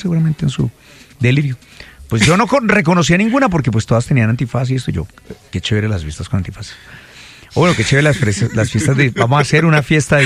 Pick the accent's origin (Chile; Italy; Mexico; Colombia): Colombia; Granada; moved away; allá en mi pueblito, en Granada.